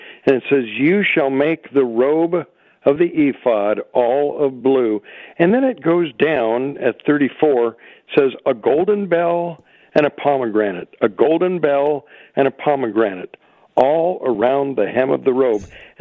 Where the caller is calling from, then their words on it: Smith River, California, United States; I'm from Mendocino. Smith River, California.